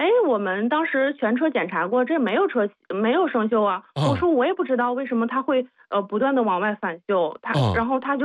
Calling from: Tangshan, Hebei, China; 因为我们在唐山

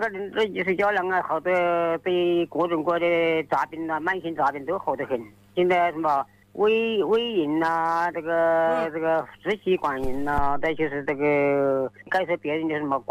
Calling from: Qianjiang, Hubei, China; 我是湖北潜江的

